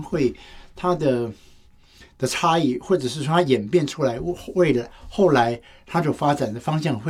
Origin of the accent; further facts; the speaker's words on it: Tainan, Taiwan; 因为我的老家在台南哦，